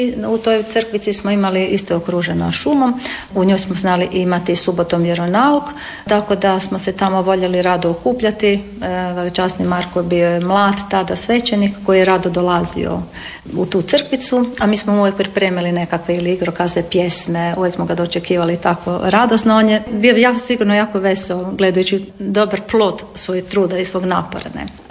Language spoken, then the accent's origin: Croatian; Karlovac, Karlovac County, Croatia; Imam 53 godine. Što se tiče mog odrastanja, mog djetinjstva, rođena sam na Dubovcu, baš ovdje podno starog grada Dubovac, baš u blizini nacionalnog svetišta, nekakvih 200-300 metara od samog svetišta.